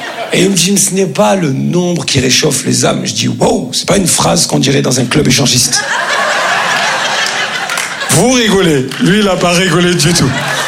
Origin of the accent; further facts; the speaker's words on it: Grand Est, France; mais alhamdoulillah. Comme on dit chez nous en Lorraine.